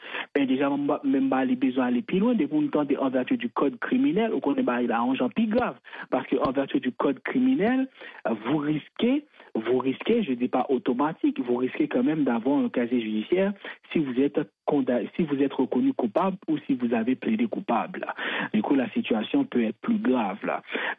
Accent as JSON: {"language": "French", "country": "Haiti", "moved": "yes", "lives_now": "Canada", "said": "tout le monde nous on est haïtien"}